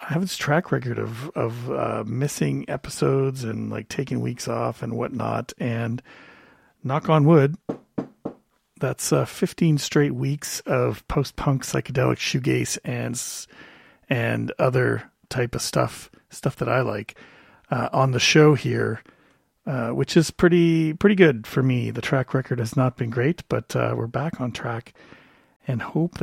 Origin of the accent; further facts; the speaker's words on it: Ontario, Canada; now in Penticton, Canada; I'm from Ontario originally